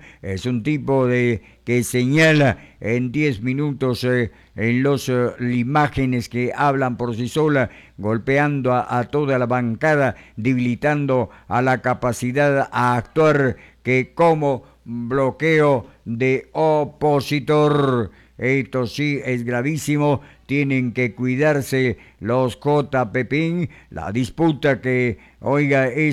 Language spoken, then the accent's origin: Spanish; Peru; nuestra presidenta de todos los peruanos